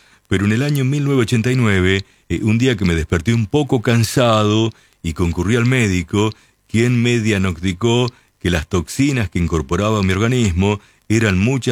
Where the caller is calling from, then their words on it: Chivilcoy, Buenos Aires Province, Argentina; Buenas noches, Oscar. Muy buen programa. Siempre te escucho. … de Chivilcoy, presidente del hipódromo de Trote.